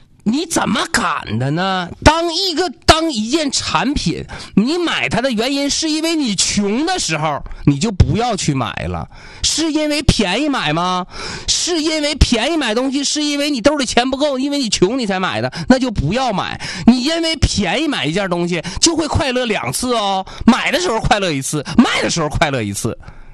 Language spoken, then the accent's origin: Chinese; Changchun, Jilin, China; 好歹咱也是长春人